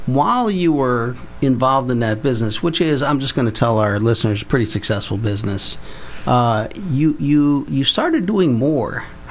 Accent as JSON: {"language": "English", "town": "Philadelphia", "region": "Pennsylvania", "country": "United States", "said": "we Philadelphians"}